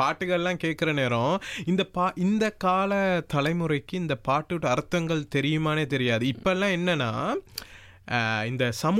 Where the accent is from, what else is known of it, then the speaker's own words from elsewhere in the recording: Sri Lanka; அந்த மெனக்கடல் நம்ம இலங்கையில சொல்லி கொடுக்கல, அப்ப அதனால தமிழ் சொல்லிடுவேன்